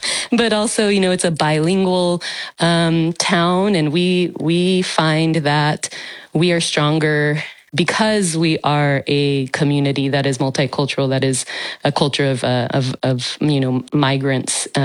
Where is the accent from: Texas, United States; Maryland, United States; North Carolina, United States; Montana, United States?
Texas, United States; El Paso; I grew up in El Paso, and that's not the reality of the lives that live there.